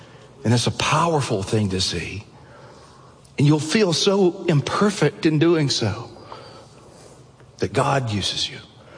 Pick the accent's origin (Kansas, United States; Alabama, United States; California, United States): Alabama, United States; I was growing up in Alabama.